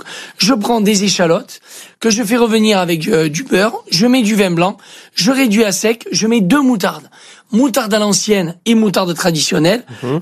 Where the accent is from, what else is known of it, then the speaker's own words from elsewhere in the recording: Switzerland; moi, vous savez, moi je suis suisse.